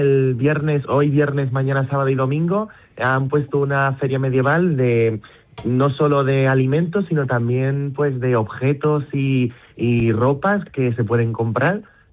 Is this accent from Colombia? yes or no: no; Almagro, Castilla-La Mancha, Spain; por mi pueblo, en Almagro, una feria medieval.